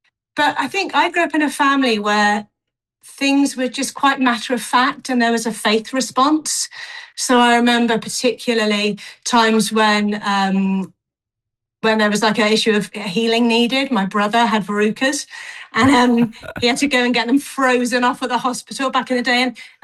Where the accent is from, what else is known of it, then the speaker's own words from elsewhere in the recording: Exeter, South West England, United Kingdom; born there; moved away as an adult; also born or lived in Bristol / Penzance; now in Cardiff, United Kingdom; I'm a Southwest girl, really. I had my teenage years in Exeter. We spent most of our early married life in Bristol and then in Penzance, Cornwall